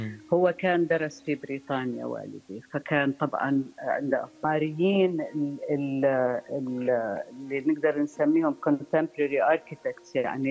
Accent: Baghdad, Baghdad Governorate, Iraq; accent: mixed Lebanese, Yemeni and Iraqi Arabic; لأنه إحنا تربينا بالعراق، أنا عراقية، ولو إنه لهجتي العربية أصبحت مخضرمة، يعني فيها لبناني وفيها يمني وفيها عراقي

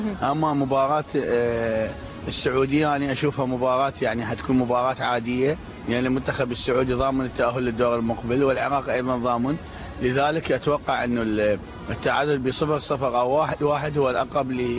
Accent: Iraq; احنا عندنا بالعراق

